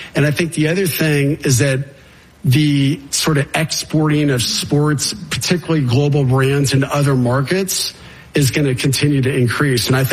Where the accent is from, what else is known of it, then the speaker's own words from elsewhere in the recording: Austin, Texas, United States; I grew up in Austin, so we had a view, Austin, San Antonio view